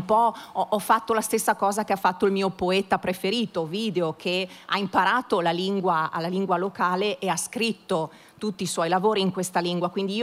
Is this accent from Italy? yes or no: no; Greece; now in Sweden; perché mi rendo conto che io sarò sempre un greco, sarò sempre figlio di una madre e di un padre greco.